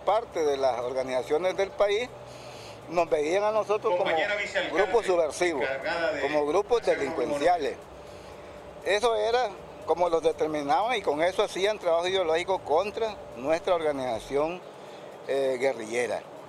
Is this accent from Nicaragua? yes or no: yes; Siuna, North Caribbean Coast Autonomous Region, Nicaragua; Yo soy de Ciuna.